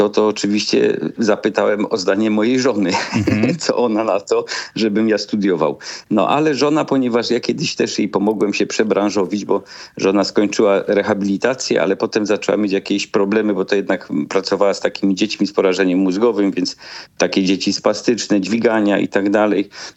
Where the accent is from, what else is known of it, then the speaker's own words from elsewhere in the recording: Tychy, Silesian Voivodeship, Poland; Ja oczywiście gdzieś tam całe życie siedziałem jako człowiek ze Śląska, bo mieszkam w Tychach, tu się urodziłem.